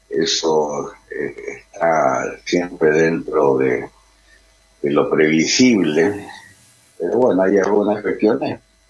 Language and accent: Spanish; Argentina